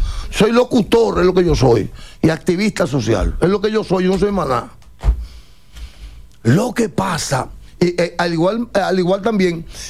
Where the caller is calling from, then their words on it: Dominican Republic; Un abrazo fraterno desde la República Dominicana.